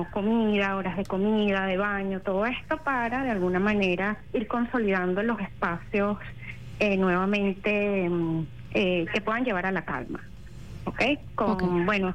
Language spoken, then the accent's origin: Spanish; Venezuela; somos humanos y hermanos, somos venezolanos, o sea, esto es un sentir colectivo